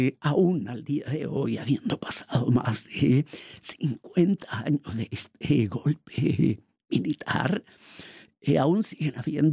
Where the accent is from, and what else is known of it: Chile; now in Klagenfurt, Austria